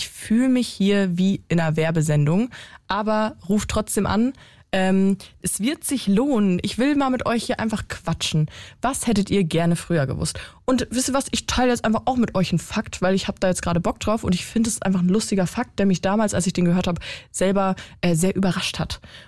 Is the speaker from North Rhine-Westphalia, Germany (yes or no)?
yes; North Rhine-Westphalia, Germany; Ich komme aus NRW